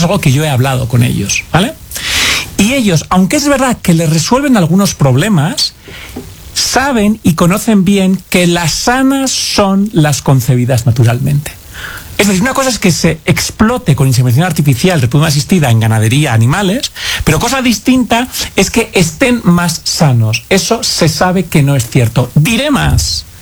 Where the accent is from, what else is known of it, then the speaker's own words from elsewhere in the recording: Spain; tenemos lugares como España, de donde yo vengo